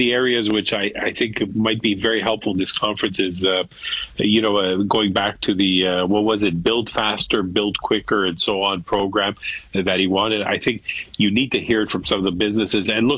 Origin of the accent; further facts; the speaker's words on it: Quebec, Canada; I'm from Quebec